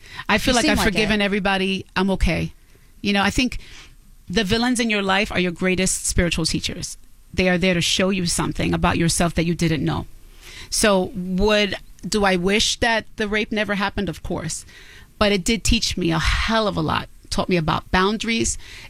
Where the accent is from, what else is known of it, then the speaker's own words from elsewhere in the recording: Bronx, New York, United States; I had so much fun growing up in the Bronx.